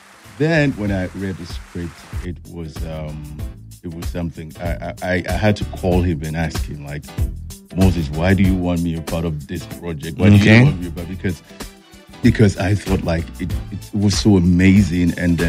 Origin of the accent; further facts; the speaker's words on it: Liberia; born there; moved away; also born or lived in Ghana; I was actually born in Liberia. But what most people don't know is that my dad is actually from Nigeria. My dad's from Akwa Ibom, Oron.